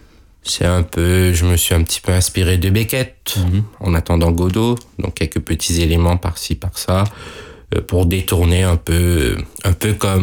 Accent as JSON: {"language": "French", "country": "Mauritius", "said": "on dit à quand le mauricianisme, on est mauricien, on est tous pareils"}